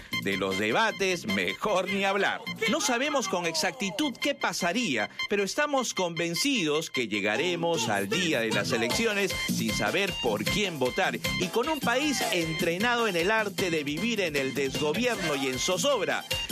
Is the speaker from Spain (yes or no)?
no; Peru